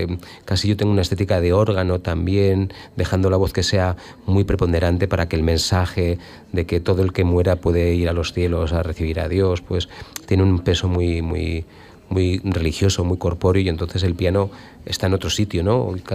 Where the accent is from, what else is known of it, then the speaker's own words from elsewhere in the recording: Bilbao, Basque Country, Spain; Yo como bilbaíno y vinculado al ciclo de Lid de la Riega, pues me parece un acierto grandísimo.